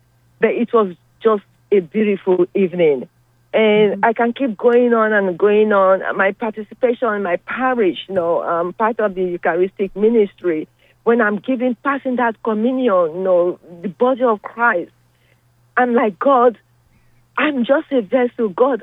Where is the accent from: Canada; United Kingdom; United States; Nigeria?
Nigeria; I'm Nigerian, you know, and my mother is back home in my country with dementia.